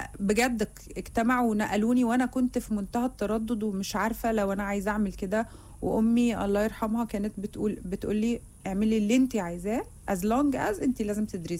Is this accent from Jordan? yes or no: yes; Jordan; عندنا في الاردن ردح مالوش هو الردح مميز